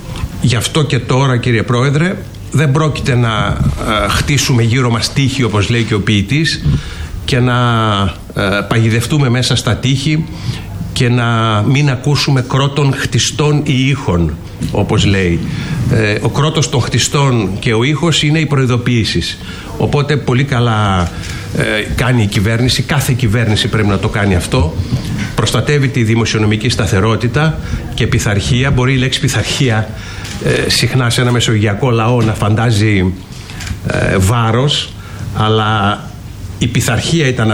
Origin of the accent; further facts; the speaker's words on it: Ioannina, Epirus, Greece; στα Γιάννενα ο Υπουργός Οικονομικών με αφορμή ένα αναπτυξιακό συνέδριο που γινόταν εκεί στην πατρίδα μου